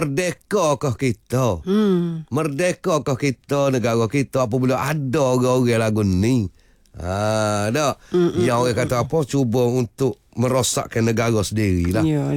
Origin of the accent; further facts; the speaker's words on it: Kelantan, Malaysia; kita sebagai rakyat Kelantan ni